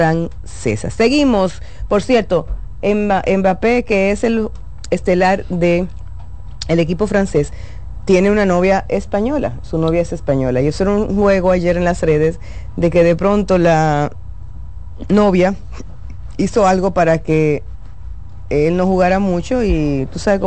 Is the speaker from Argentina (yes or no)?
yes; Argentina; Yo soy roja hasta hoy, que yo soy de Argentina.